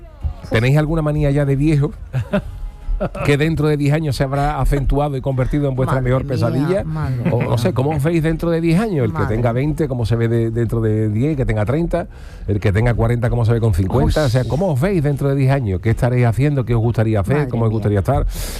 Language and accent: Spanish; Cádiz, Andalusia, Spain; Del barrio del Pópulo.